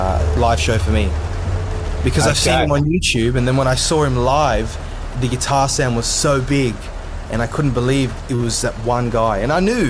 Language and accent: English; Australia; I'm from Australia